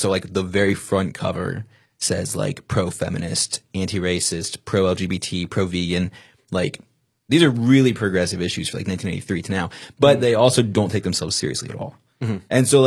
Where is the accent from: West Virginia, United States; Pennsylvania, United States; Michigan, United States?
West Virginia, United States; Huntington; we're from Huntington, West Virginia.